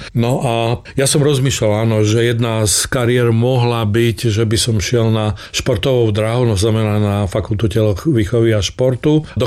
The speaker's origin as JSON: {"language": "Slovak", "town": "Čemerné", "region": "Prešov Region", "country": "Slovakia", "tie": "born or raised there", "also_born_or_lived": "Bardejov", "said": "Ja som sa narodil v Bardejove a potom sme sa presťahovali do Čemerného"}